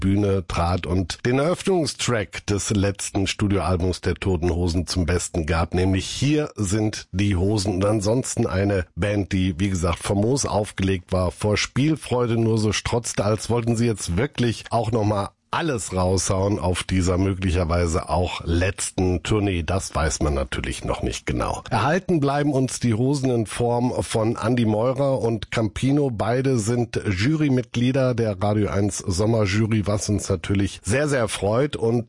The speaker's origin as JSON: {"language": "German", "region": "North Rhine-Westphalia", "country": "Germany", "said": "Wir sind ja beide aus NRW."}